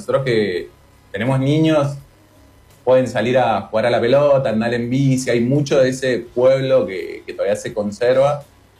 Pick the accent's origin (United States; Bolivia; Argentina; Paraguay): Argentina; Mendoza; moved away as an adult; now in Vilafranca, Spain; Yo soy de Mendoza y esta es una zona vitivinícola también.